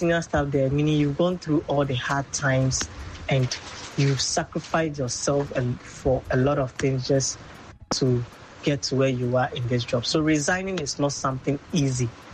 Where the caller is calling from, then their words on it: Tema, Greater Accra, Ghana; from Tema Community 5.